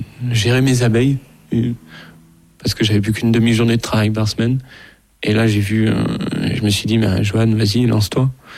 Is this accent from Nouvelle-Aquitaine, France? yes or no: no; Auvergne-Rhône-Alpes, France; Eh ben oui, j'ai grandi en Ardèche